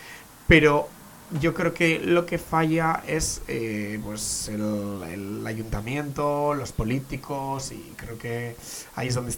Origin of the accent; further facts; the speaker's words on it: Irun, Basque Country, Spain; yo, bueno, pensar que soy de Irún, estudié en Irún y luego estudié en Hondarribi.